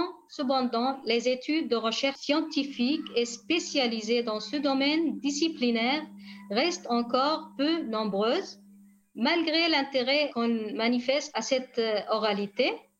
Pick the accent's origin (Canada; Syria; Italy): Syria; Rojava; Ici, chez nous, au Rojava, il y a une personnalité très connue qu'on peut montrer, Saleh Haidou.